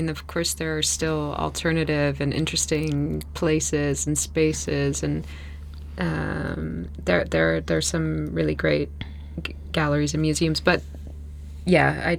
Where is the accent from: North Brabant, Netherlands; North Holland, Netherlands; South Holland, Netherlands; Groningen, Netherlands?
North Holland, Netherlands; Amsterdam; Yes, I grew up in Amsterdam, and I love the city, but I also think it's changed a lot.